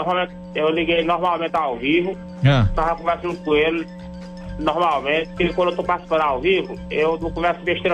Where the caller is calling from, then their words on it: Piauí, Brazil; eu falo aqui do Piauí.